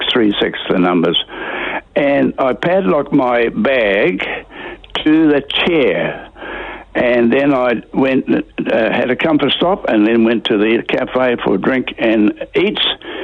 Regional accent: New Zealand; I'm from New Zealand. I'm not English and I'm not Aussie. I'm New Zealand.

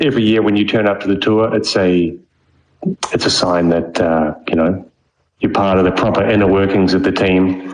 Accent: New Zealand; especially for us as Kiwi boys

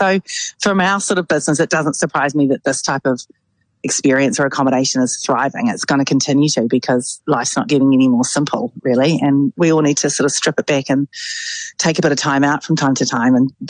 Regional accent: Tauranga, Bay of Plenty, New Zealand; We both grew up on a Kiwi Fruit Orchard. I was in Tauranga and she was in Whakatane.

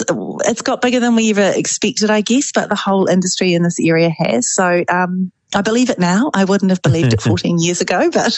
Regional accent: Tauranga, Bay of Plenty, New Zealand; born or raised there

